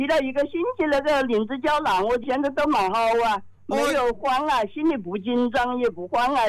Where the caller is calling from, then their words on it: Wuhan, Hubei, China; 我以前本来是青山区的，青山区拆迁了，搬到这来的。